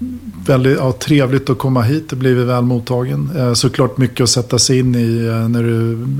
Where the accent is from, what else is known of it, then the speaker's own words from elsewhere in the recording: Sweden; also born or lived in Norway; jag kommer från Sverige, men jag har finsk bakgrund också. Så att jag kan säga så här, jag har finskt pass och så har jag vuxit upp I Sverige och så jobbat I Norge I över 15 år.